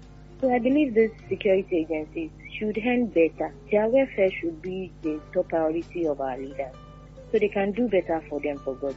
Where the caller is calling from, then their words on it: Nigeria; I'm calling from Odejai.